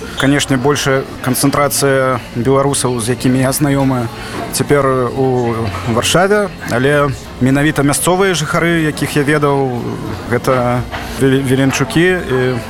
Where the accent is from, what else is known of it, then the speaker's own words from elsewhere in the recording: Minsk, Belarus; Мой родны горад гэта заўжды будзе Менск, але пасля яго наступнае, што мне прыходзіць на розум, гэта, канешне, Вільнюс.